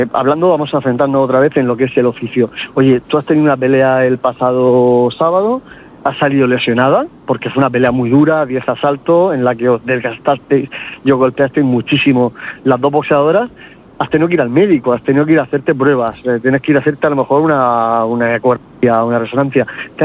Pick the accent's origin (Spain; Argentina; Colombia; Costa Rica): Spain; Region of Murcia; Como mujer, como deportista y como murciana o como vecina de Puerto Lumbreras.